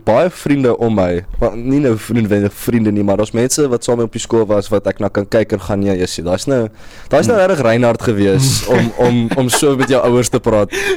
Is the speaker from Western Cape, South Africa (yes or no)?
yes; Western Cape, South Africa; born there; also born or lived in Pretoria; now in Stellenbosch, South Africa; So toe trek ons af in 2014 en van toe af is ek in Beaumont Laerskool gewees.